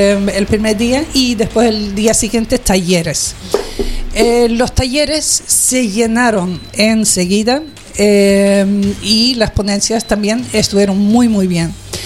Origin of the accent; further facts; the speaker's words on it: Sweden; Spanish is a second language; moved away as an adult; now in Lanzarote, Spain; mi historia es también que soy sí. sueca.